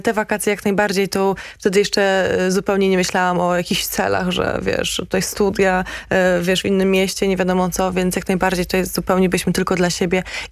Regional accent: Gdańsk, Pomeranian Voivodeship, Poland; Ja w ogóle jestem z Gdańska

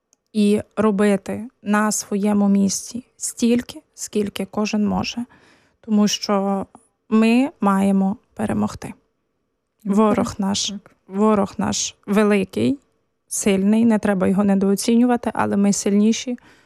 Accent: Ternopil Oblast, Ukraine; Я з Тернопільської області, тому як мама, чи в тебе там все добре.

